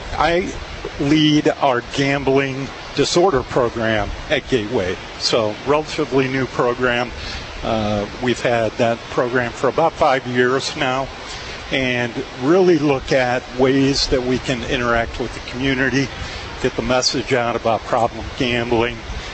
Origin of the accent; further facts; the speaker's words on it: St. Louis, Missouri, United States; And I grew up in St. Louis, so I've been a Cardinal fan my entire life. It's assigned to you at birth when you grow up in St. Louis and you're born there.